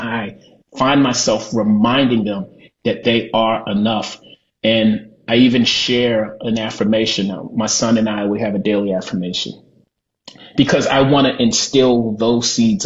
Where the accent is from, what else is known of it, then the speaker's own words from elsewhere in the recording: Baltimore, Maryland, United States; moved away; also born or lived in Los Angeles; growing up in Baltimore, being on the receiving end of excessive force by the police. My time living in LA, being on the receiving end of excessive force by the police.